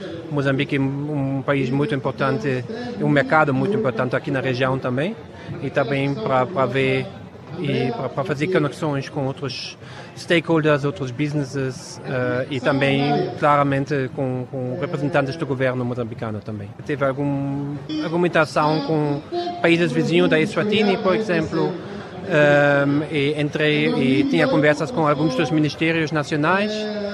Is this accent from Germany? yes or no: yes; Germany; Portuguese is a second language; now in Mozambique; eu sou da Alemanha, venho de uma organização que se chama DGRW, uma ONG alemã